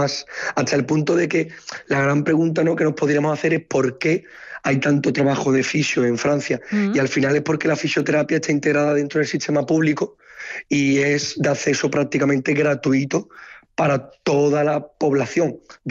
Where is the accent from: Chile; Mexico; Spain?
Spain; fisioterapeutas belgas como los españoles somos los principales